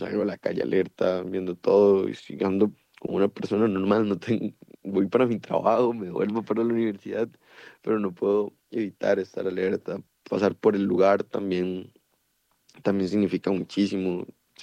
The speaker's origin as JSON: {"language": "Spanish", "town": "San Isidro de El General", "region": "San José", "country": "Costa Rica", "moved": "as an adult", "lives_now": "Heredia, Costa Rica", "said": "yo soy de Pérez Zeledón, vivo aquí en Heredia hace relativamente poco, entré en 2022 a la universidad"}